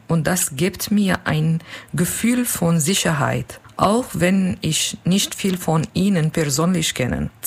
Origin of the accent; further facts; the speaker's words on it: Al-Hasakah Governorate, Syria; German is a second language; now in Neustadt, Germany; Ich komme aus Rojava, Kurdistan. Ich bin seit 3 Jahren in Deutschland gekommen und lebe seit ungefähr 2 Jahren in Neustadt.